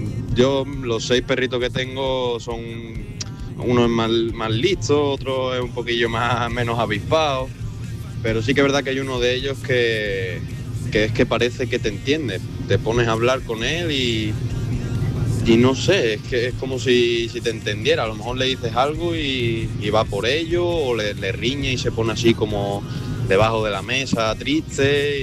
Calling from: Seville, Andalusia, Spain; de Sevilla.

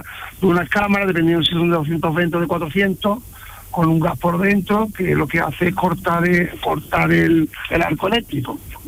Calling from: Seville, Andalusia, Spain; Yo de Sevilla capital.

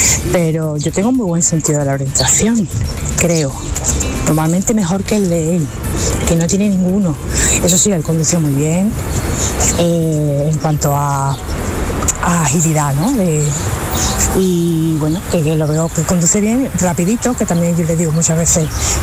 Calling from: Seville, Andalusia, Spain; de Sevilla.

